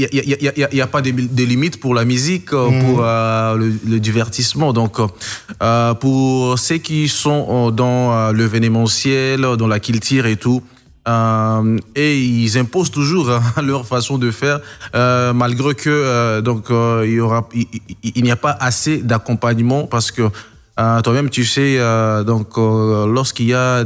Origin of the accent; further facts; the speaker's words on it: Goma, North Kivu, DR Congo; chez nous à Goma